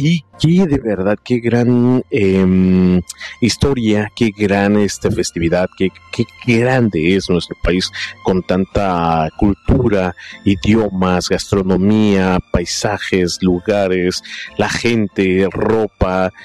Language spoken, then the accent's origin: Spanish; Mexico; born there; es un orgullo haber nacido en tierra mexicana, tener, como dijeran, sangre azteca